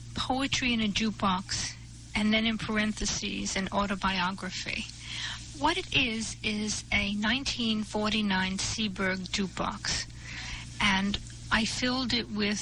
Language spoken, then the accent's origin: English; Newark, New Jersey, United States; Well, in the beginning, when I was talking about growing up in Newark